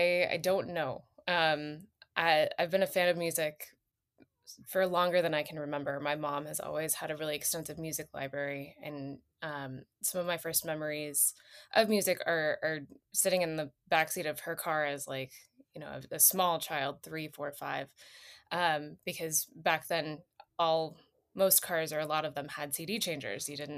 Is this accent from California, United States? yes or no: yes; Los Angeles, California, United States; Yes, born and raised in the San Gabriel Valley of Los Angeles. So I've lived here most of my life.